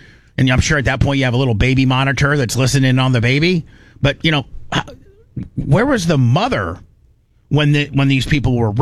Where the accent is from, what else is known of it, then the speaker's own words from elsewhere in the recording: Louisiana, United States; Man, I'm from Louisiana. I thought they were messed up, but man, this is crazy.